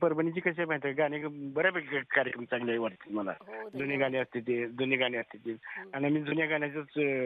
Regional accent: Dharashiv district, Maharashtra, India; born there; now in Solapur, India; माझं ऍक्च्युली माझं गाव आहे तुळजापूर तालुक्यात, खोर्टी म्हणून गाव आहे धाराशिव जिल्ह्यामध्ये.

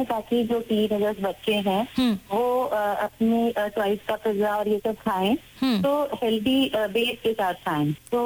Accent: Raipur, Chhattisgarh, India; मैं यहाँ रायपुर छत्तीसगढ़ से हूँ

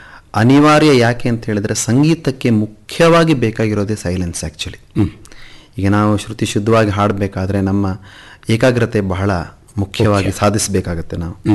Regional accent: Kalasa, Karnataka, India; ನಾನು ಹುಟ್ಟಿ ಬೆಳೆದಿದ್ದು ಕಳಸದಲ್ಲಿ, ಚಿಕ್ಕಮಗಳೂರು ಜಿಲ್ಲೆ, ಮಲೆನಾಡಿನ ಒಂದು ಶಾಂತ ಸುಂದರ ಹಳ್ಳಿ, ಚಿಕ್ಕ ಹಳ್ಳಿ ಅದು.

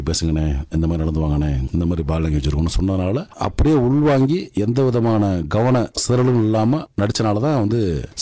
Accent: Madurai, Tamil Nadu, India; நம்ம வந்து சவுத்துலேருந்து வந்த ஆள், என்னோட சொந்த ஊர் வந்து மதுரை. வாழ்வியலாக ஒரு மிடில் கிளாஸ் ஃபேமிலி தான்

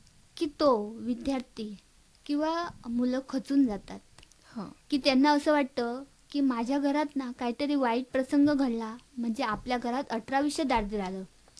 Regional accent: Madkhol, Maharashtra, India; माडकोलची कन्या।

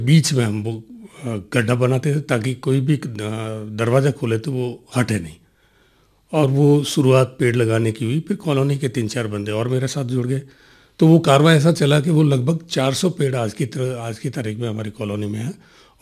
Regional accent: Pali district, Rajasthan, India; also born or lived in Udaipur; मैं एक किसान परिवार से बिलोंग करता हूँ। मेरा गांव पोमावा है, पाली डिस्ट्रिक्ट है और सुमेरपुर तहसील है।

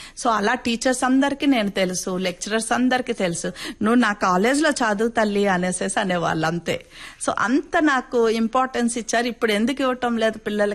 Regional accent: Kuchipudi, Andhra Pradesh, India; District Kuchipudi village కి దగ్గరలో మా అమ్మమ్మ తాతయ్య గారు ఉండేవాళ్ళు. వాళ్ళ దగ్గర చిన్నప్పటి నుంచి నేను పెరిగాను.

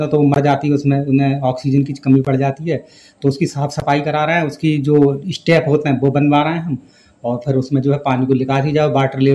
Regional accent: Bansipur, Uttar Pradesh, India; मैं एक किसान परिवार से हूँ और बंसीपुर गांव पड़ता है जो, और जो ग्राम पंचायत बखनौरी के अंतर्गत आता है और तहसील और ब्लॉक दोनों मिलक हैं।

